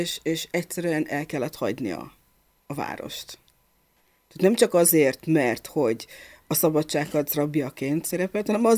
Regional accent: Pápa, Veszprém County, Hungary; mivel pápai vagyok, ugye pápához húz a szívem

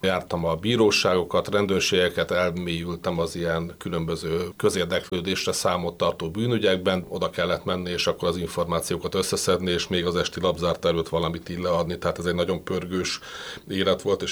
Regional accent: Budapest, Hungary; Én Budapesten születtem, itt nőttem föl, jártam hittanra, tehát a Bécsi kaputér volt nekem úgymond a kezdő anyagyülekezetem. Ott konfirmáltam Balicza Ivánnál

